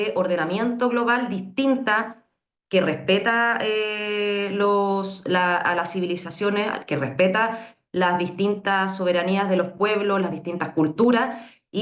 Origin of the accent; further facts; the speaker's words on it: Chile; en mi país, Chile